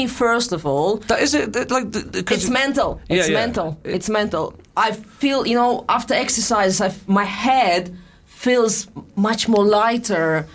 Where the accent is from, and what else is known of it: Russia; accent: Russian